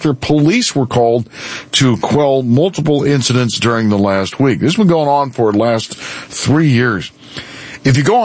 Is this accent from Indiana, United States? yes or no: no; Bowie, Maryland, United States; Prince George's County, which is where I grew up in Bowie, and went to school in Hyattsville, down at the Math Lab.